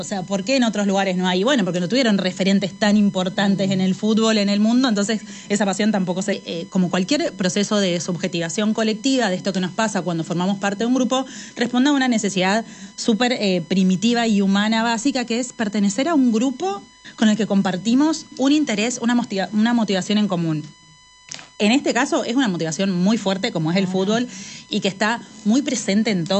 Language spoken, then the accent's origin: Spanish; Argentina; nuestra identidad como argentinos, que somos tan pasionales